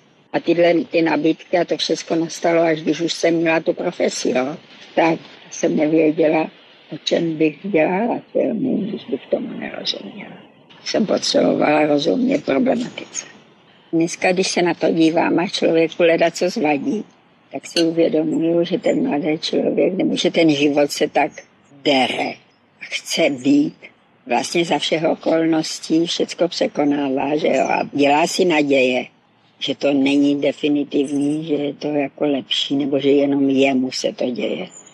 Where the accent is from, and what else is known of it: Moravia, Czechia; now in Prague, Czech Republic